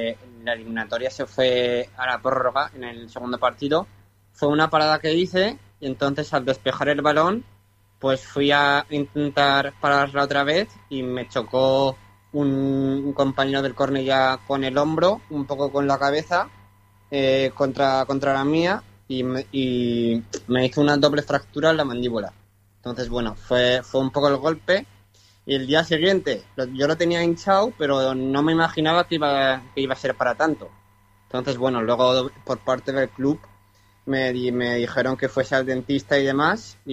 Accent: Zaragoza, Aragon, Spain; soy nací aquí en Zaragoza, capital.

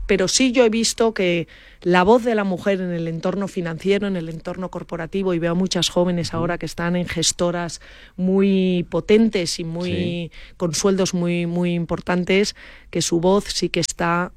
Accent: Asturias, Spain; yo soy asturiana

